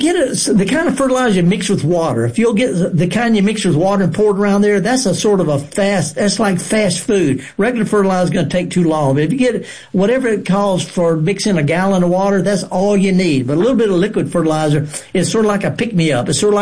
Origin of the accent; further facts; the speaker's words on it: Mississippi Delta, United States; Okay, now I'm from the Delta.